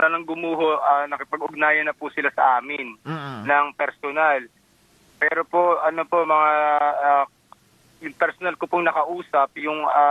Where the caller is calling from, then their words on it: Karamoan, Bicol Region, Philippines; Taga ano po, Karamoan, Bicol.